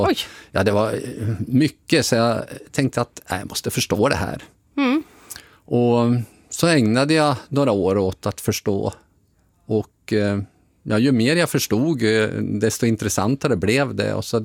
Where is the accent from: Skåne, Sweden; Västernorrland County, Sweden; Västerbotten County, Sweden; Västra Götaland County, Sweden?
Västernorrland County, Sweden; Trehörningsjö; born there; Och jag är född i Tresjö, eller Trehörningsjö då.